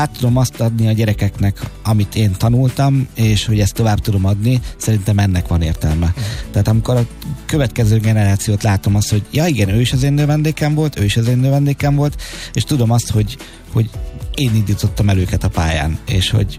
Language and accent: Hungarian; Hungary; én büszke vagyok arra, hogy magyar vagyok